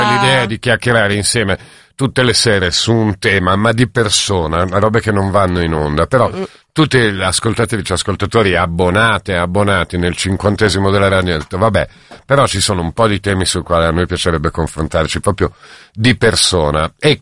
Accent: Milan, Lombardy, Italy; Eh no, ho capito, ma che anch'io sono di Milano

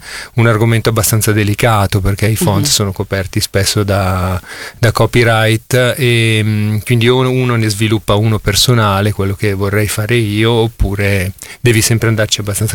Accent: Milan, Lombardy, Italy; Sì, io sono di Milano e provengo proprio dal quartiere di Ponte Lambro.

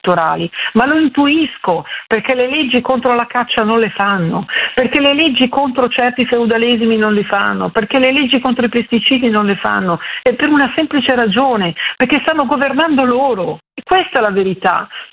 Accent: Lombardy, Italy; il mio paese natio c'è Busco sul Naviglio. Comunque diciamo che ci sono persone a me molto vicine che vivono a Roncello, mettiamola così.

